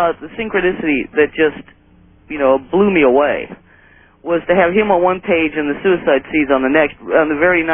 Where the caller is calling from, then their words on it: Pasadena, California, United States; Gina, I'm calling from Pasadena, California.